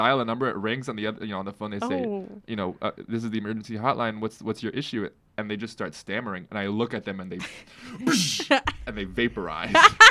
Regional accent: California, United States; accent: California; My California accent just sort of slipped out.

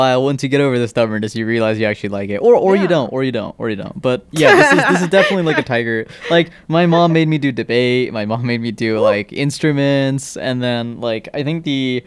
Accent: New York, United States; born there; also born or lived in Nepal / Kansas / California / Iowa; now in Ohio, United States; Yeah, my moving history goes, I was born in New York, then Nepal, then Kansas, California, Iowa, baby. North Carolina, and now here in Ohio.

